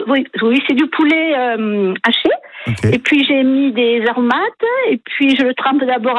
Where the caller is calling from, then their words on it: L'Isle-sur-la-Sorgue, Provence-Alpes-Côte d'Azur, France; je ne suis pas de Fontaine de Vaucluse, je suis de Lille-sur-la-Sorgue.